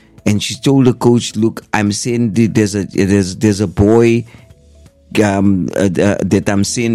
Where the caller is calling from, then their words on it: Johannesburg, Gauteng, South Africa; And I'm from Westbury, and that's why I love it.